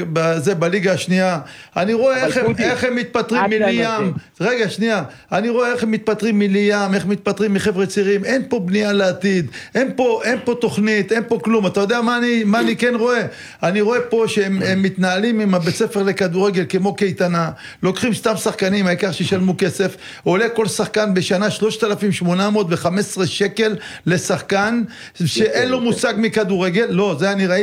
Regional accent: Netanya, Central District, Israel; אנחנו גדלנו במכה בנתניה, גם אני, גם אתה

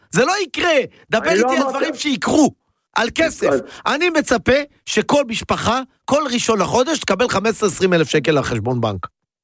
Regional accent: Northern Israel, Israel; אני גם צפוני.

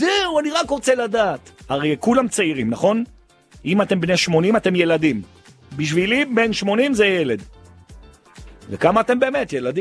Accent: Jerusalem, Jerusalem District, Israel; כי אני ירושלמי, מותר לי

